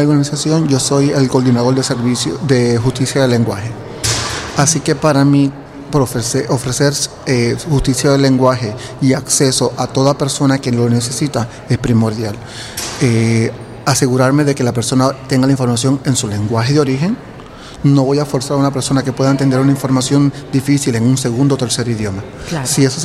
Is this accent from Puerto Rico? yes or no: yes; Puerto Rico; now in Lancaster, United States; Originalmente soy de Puerto Rico, pero vivo actualmente en Lancaster, Pensilvania